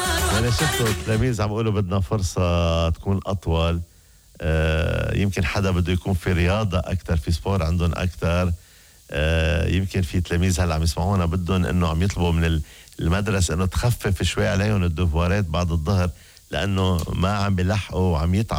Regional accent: Syria; انا سوري بس احكي بالجامعة

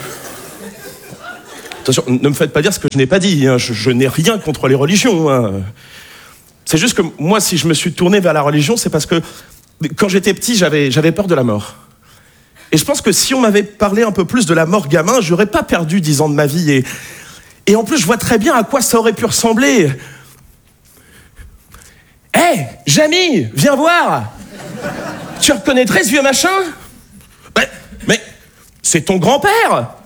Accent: Nouvelle-Aquitaine, France; Je suis de Charente, je suis pas de Picardie non plus, voilà.

